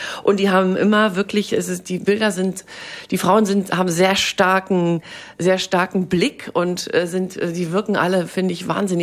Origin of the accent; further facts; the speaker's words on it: Berlin, Germany; now in Frankfurt, Germany; ich komme aus Berlin